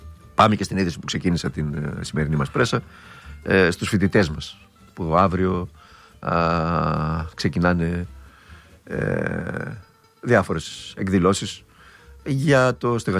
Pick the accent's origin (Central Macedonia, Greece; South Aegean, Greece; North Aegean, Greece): Central Macedonia, Greece; Thessaloniki; Εγώ, όπως καταλαβαίνεις, είμαι από τη Σαλούγκα, είμαι Σαλονικιός. Ανήκω σε εκείνη τη γενιά των Σαλονικιών